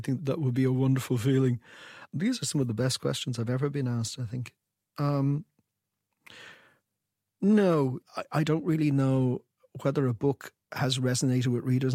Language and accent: English; Ireland; When I was growing up, Ireland was a miserable place. Grew up in the 70s and 80s, and Ireland were dreadful.